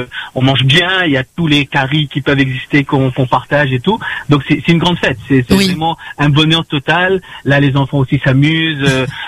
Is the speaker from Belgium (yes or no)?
no; Réunion; J'ai jamais eu l'occasion de pouvoir fêter l'Aïd autre part que ici à La Réunion.